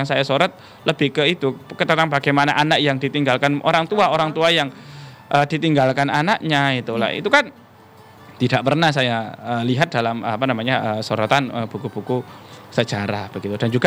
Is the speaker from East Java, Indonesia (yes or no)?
yes; East Java, Indonesia; karena memang saya Jawa Timur kan, asli saya memang Jawa Timur dan saya juga berdomisili di Jawa Timur